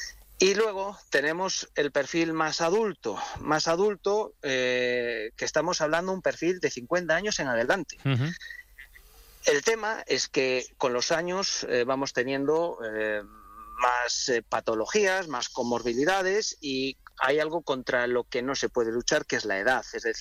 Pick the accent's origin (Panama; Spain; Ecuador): Spain; Galicia